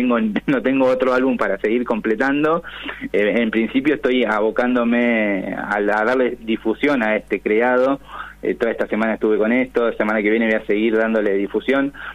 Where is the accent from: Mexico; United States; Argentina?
Argentina; nosotros como argentinos